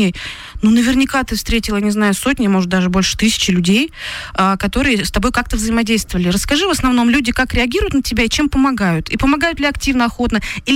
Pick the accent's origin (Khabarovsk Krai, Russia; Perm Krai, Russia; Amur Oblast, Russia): Perm Krai, Russia; born there; moved away; просто я родилась в Пермском крае, это моя родина